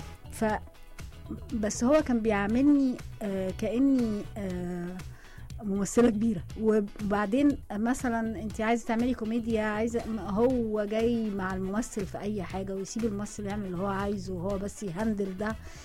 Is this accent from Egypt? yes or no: yes; Egypt